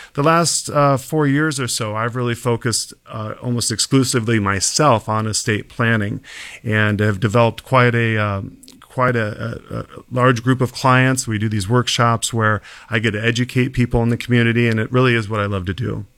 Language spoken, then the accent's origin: English; Nebraska, United States; moved away as an adult; also born or lived in Minneapolis; now in Western New York, United States; I didn't grow up in upstate Western New York. I grew up in Nebraska. I went to the University of Nebraska